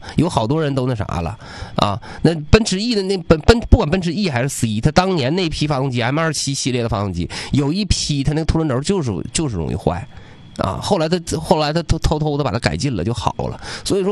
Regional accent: China; 我都作为中国人我很骄傲。

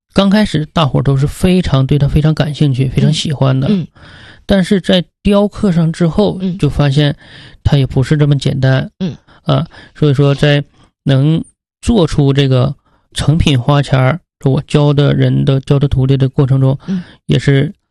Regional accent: Panshi, Jilin, China; 因为就是土生土长的地方嘛。

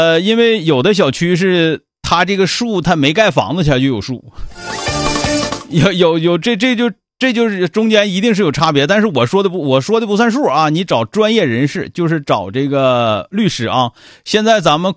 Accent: Northeast China, China; 就我们东北话虎和那个东北虎那虎是两回事啊。

